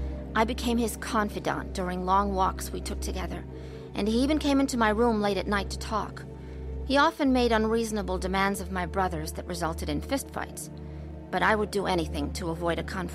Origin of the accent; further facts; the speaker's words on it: Chicago, Illinois, United States; I was born into an Orthodox Jewish family. My grandparents were Russian, but my parents were born and raised in Chicago, as were my brothers and sister and I.